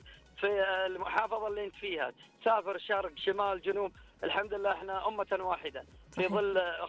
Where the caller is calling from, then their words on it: Saudi Arabia; احنا في بلدنا ما شاء الله المملكه العربيه السعوديه